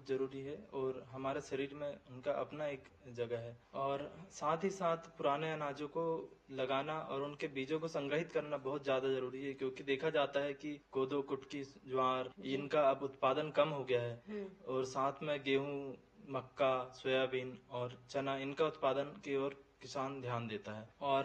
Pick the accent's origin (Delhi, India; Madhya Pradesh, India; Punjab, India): Madhya Pradesh, India; Ranipur; मेरा गांव ग्राम रानीपुर पड़ता है और तहसील घोरा डूंगरी पड़ती है, वहीं पास में मेरा गांव हीरावाड़ी है।